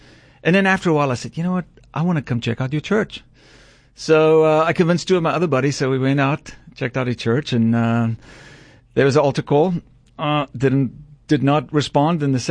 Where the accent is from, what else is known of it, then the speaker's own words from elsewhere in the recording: Kirkwood, Eastern Cape, South Africa; moved away; So I grew up in South Africa in a small town called Kirkwood. It's about an hour away from Port Elizabeth.